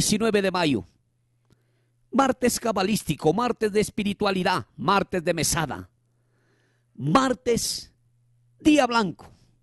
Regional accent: Salas, Lambayeque, Peru; soy un maestro norteño, desde Salas Penachí a San Luis.

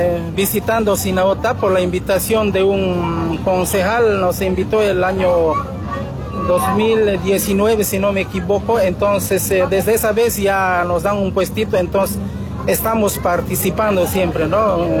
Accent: Colomi, Cochabamba, Bolivia; somos de Colomi

